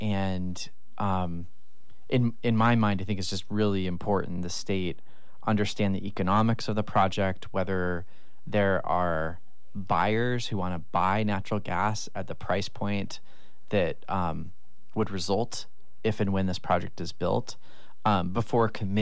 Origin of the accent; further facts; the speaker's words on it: Sitka, Alaska, United States; I grew up in Sitka. I'm a proud product of Sitka schools.